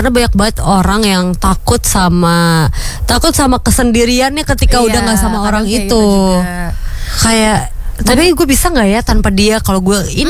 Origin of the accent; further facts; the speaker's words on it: Ambon, Maluku, Indonesia; Eh, aku juga karena aku orang Ambon.